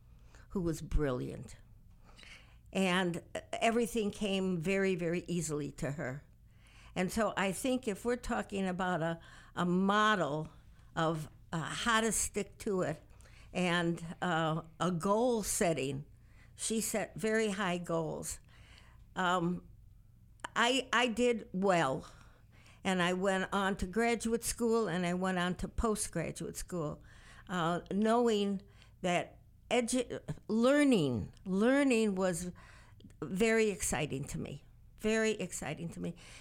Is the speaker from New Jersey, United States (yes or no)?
no; Chicago, Illinois, United States; moved away as an adult; also born or lived in Chittenden South, Vermont; now in Vermont, United States; I was born in 38. I grew up in Chicago and had a lovely, comfortable, wonderful family life.